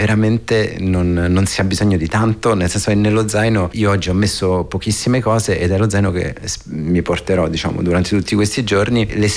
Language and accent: Italian; Rome, Lazio, Italy; Io vengo da Roma